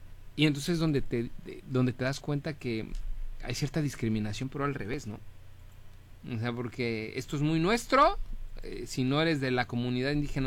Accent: Mexico; born there; si yo soy mexicano … nací en México, por no ser de una comunidad indígena

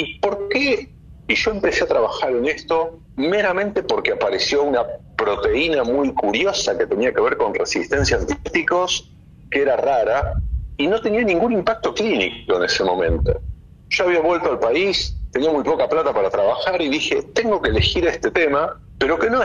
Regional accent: Rosario, Santa Fe, Argentina; Yo soy de Rosario, elegí volver acá.

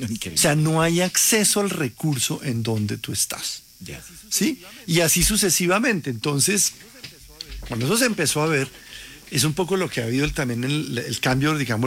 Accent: Colombia

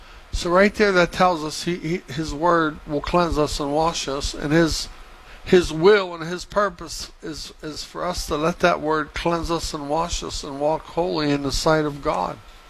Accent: Weirton, West Virginia, United States; I'm from Weirton, West Virginia.

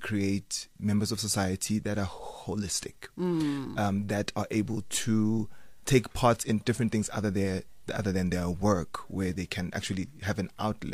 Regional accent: South Africa; as a South African people, as a nation, we love singing.

